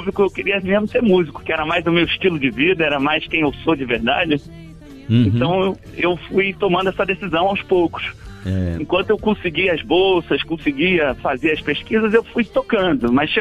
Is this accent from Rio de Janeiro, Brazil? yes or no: yes; Rio de Janeiro, Brazil; born or raised there; moved away